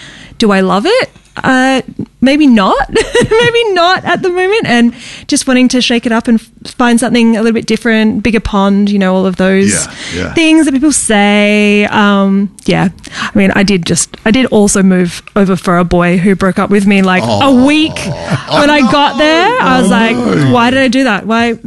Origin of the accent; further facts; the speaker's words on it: Perth, Western Australia, Australia; now in Melbourne, Australia; Yeah, I moved over from Perth in 2017. So I've been in Melbourne for, almost 10 years now.